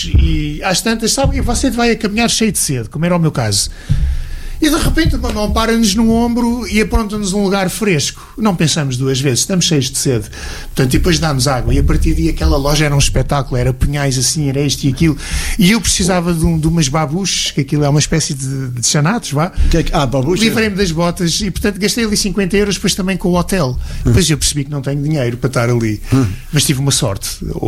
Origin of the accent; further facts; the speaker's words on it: Portugal; Ana Portugali, sou árabe, sou português.